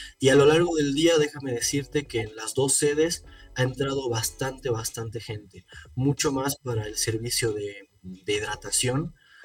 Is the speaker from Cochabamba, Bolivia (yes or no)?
no; La Paz, Bolivia; como bolivianos y más que nada como paceños